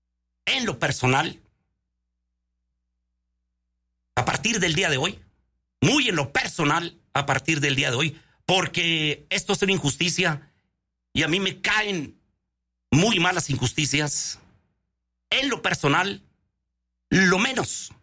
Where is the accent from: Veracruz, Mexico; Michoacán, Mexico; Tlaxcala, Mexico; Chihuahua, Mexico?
Chihuahua, Mexico; Camargo; born there; soy de Camargo, nací en Camargo, soy mazorquero, quiero a mi gente de Camargo